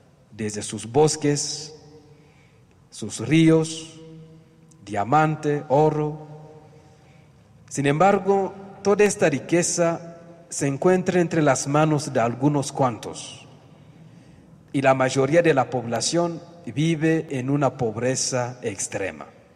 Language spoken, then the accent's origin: Spanish; Bukavu, South Kivu, DR Congo; Spanish is a second language; Tenemos el caso más reciente del arzobispo de Bukavu, de la arquidiócesis de donde yo vengo, la parte este del Congo.